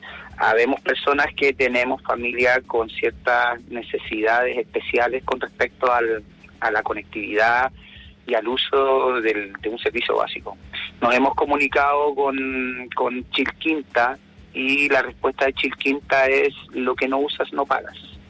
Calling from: Limache, Valparaíso, Chile; Te hablo de Limache Viejo, de las casas que están, las poblaciones que están en la entrada de Limache viniendo desde Villa Alemana hacia el interior.

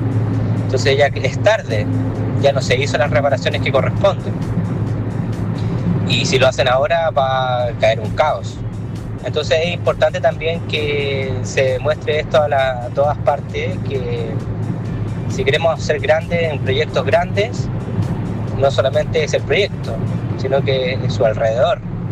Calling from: Villa Alemana, Valparaíso, Chile; yo soy de Vía Alemana

